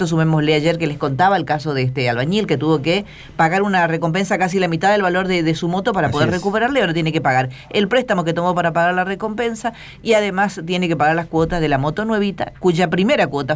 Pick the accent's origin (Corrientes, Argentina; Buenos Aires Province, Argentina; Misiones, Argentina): Corrientes, Argentina; Loreto; now in Corrientes, Argentina; Un pueblo en el que yo crecí, yo nací acá en Corrientes, pero crecí, o sea, pasé toda mi infancia en Loreto